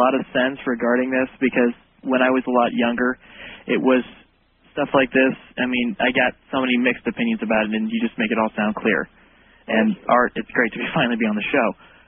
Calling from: Madera, California, United States; I'm in Madera, California.

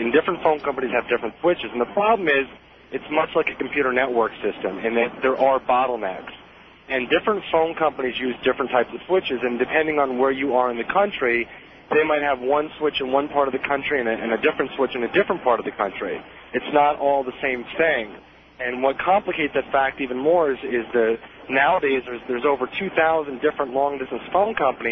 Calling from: Wichita, Kansas, United States; I'm calling from Wichita

